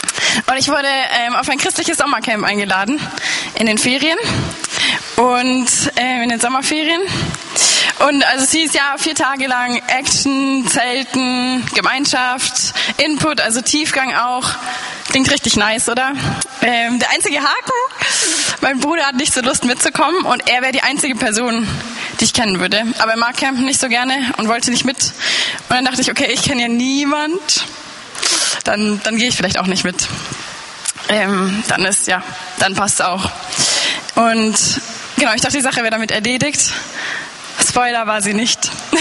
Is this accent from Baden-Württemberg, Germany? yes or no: yes; Baden-Württemberg, Germany; Ich bin katholisch aufgewachsen in Baden-Württemberg, in einem kleinen Ort an der Schweizer Grenze.